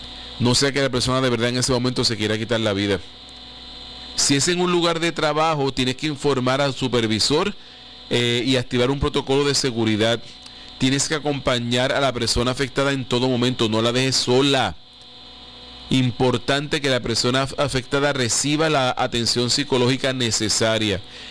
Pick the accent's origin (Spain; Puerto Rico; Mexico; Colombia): Puerto Rico; lo estoy diciendo como buen boricua